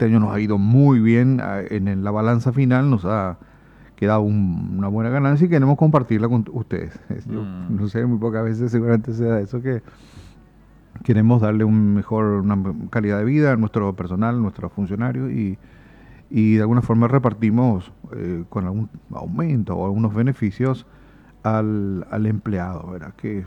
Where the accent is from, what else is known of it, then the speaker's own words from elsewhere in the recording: Paraguay; como nación, como paraguaya